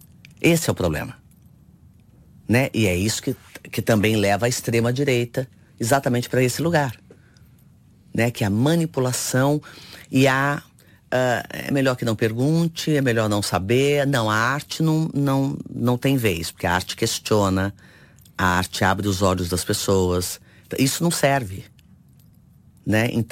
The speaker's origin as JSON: {"language": "Portuguese", "country": "Brazil", "said": "eu sou brasileira."}